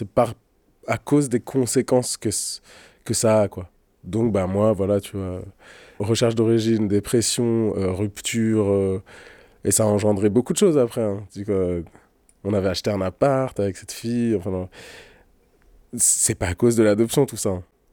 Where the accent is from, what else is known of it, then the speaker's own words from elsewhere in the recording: Bati, Amhara, Ethiopia; Bati, c'est d'où je viens, donc à côté de Dessie et Kombolcha, dans l'ancienne province du Wollo, qui est en région Amara, à l'entrée du désert Afar, là où on a trouvé Lucie, l'Australopithèque. Moi, je viens de tout près de là.